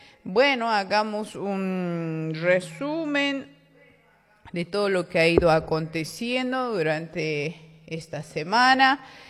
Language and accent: Spanish; Bolivia; ¿Cuáles son las próximas acciones que tenemos que tomar como bolivianos y bolivianas, ¿no?